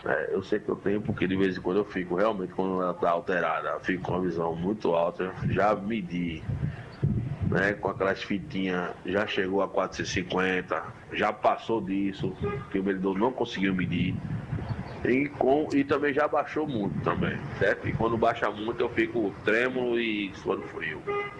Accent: Santa Cruz do Capibaribe, Pernambuco, Brazil; Sou aqui de Santa Cruz do Caparibe.

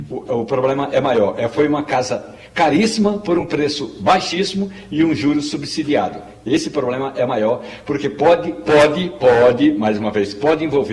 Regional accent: Pernambuco, Brazil; Aí alguém me pergunta, mas você não é pernambucano? Sou pernambucano, mas também tenho uma pequena herança no território argentino, é bom que se diga.

